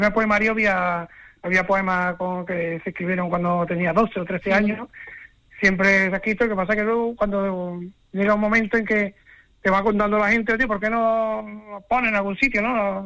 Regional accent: Pedroche, Andalusia, Spain; now in Córdoba, Spain; Yo siempre he dicho que este es mi pueblo

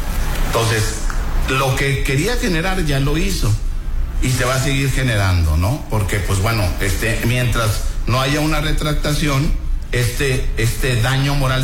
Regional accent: Coahuila, Mexico; born there; yo soy coahuilense por nacimiento, y por residencia también

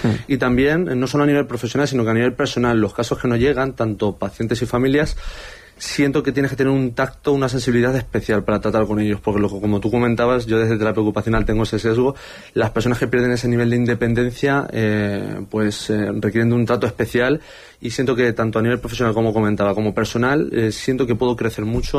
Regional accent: El Toboso, Castilla-La Mancha, Spain; Yo soy de El Toboso

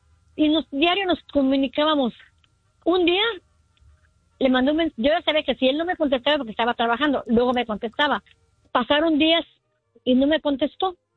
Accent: Mexico

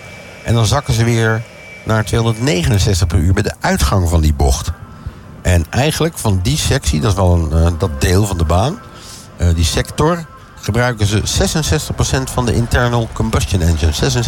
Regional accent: Netherlands

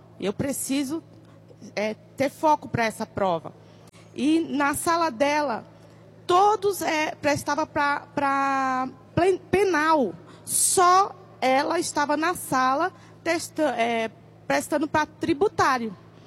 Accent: São Paulo, Brazil; A paz do Senhor, eu sou aqui de São Paulo, capital, né, e venho para o culto da Deus e Amor todo domingo à tarde.

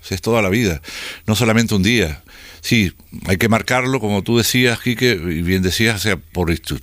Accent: Canary Islands, Spain; somos canarios todo el año.

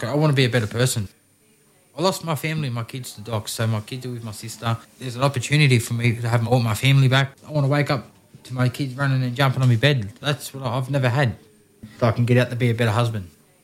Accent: Penrith, New South Wales, Australia; now in Mandurah, Australia; So I grew up in Penrith, Western Suburbs, so Sydney, 2000. I moved to Mandurah.

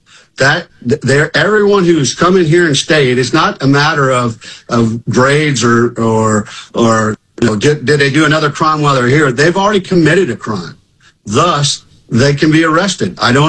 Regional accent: Texas, United States; now in Virginia, United States; I'm a Texan who became a Virginian

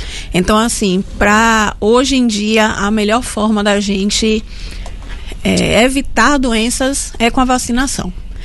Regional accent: Feira de Santana, Bahia, Brazil; eu sou de Feira de Santana também, então adoro.

